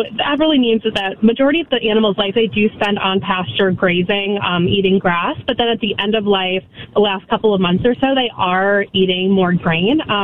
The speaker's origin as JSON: {"language": "English", "region": "Michigan", "country": "United States", "moved": "as an adult", "lives_now": "Chicago, United States", "said": "I'm originally from Michigan, but now I'm here in Chicago."}